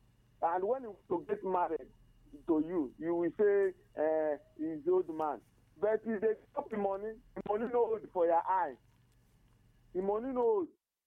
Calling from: Ebonyi, Nigeria; I'm calling from Izasa, Atoneke in Ebonyi State.

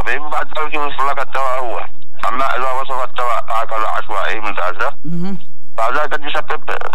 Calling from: Khamir, Amran, Yemen

